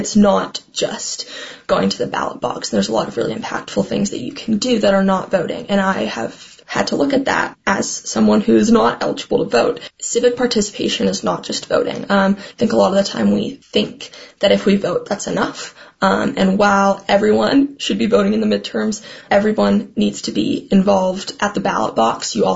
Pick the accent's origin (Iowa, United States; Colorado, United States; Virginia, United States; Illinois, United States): Colorado, United States; also born or lived in Vancouver, Canada; It's really interesting for me, especially because I've grown up here. I've lived in Colorado my whole life.